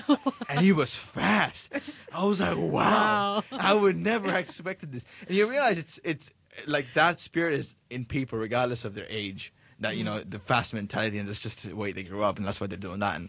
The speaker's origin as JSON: {"language": "English", "country": "Bangladesh", "moved": "as an adult", "lives_now": "Hong Kong"}